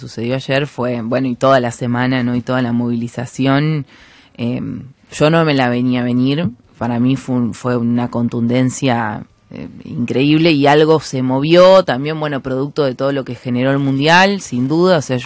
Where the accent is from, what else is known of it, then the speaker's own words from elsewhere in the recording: General Belgrano, Buenos Aires Province, Argentina; moved away; also born or lived in La Plata; yo soy de General Belgrano, nací en La Plata, pero a los 2 años me fui a General Belgrano. Siempre digo que soy de General Belgrano porque tengo todo mi querencia hasta allá